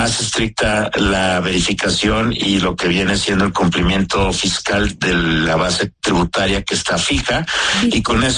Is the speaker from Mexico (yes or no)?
yes; Mexico; este precio estable, y ello pues conlleva abrir un gap muy fuerte en las finanzas públicas que todos como mexicanos terminamos pagando.